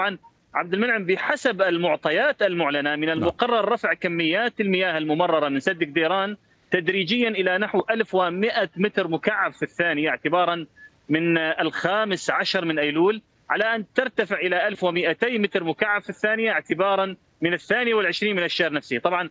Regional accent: Deir ez-Zor, Deir ez-Zor Governorate, Syria; عندنا في دير الزور المثل يقول المي غدارة

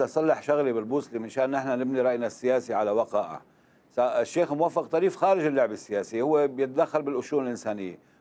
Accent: As-Suwayda Governorate, Syria; صار في شيء عندنا بالسويداء اسمه الشعبية والطرشان، اقتتال درزي

